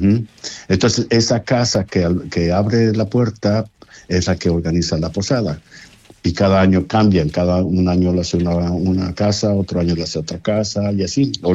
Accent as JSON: {"language": "Spanish", "country": "Mexico", "moved": "yes", "said": "la comunidad mexicana que tenía desde hace años, hace de 40 años, éramos como 15 mexicanos acá"}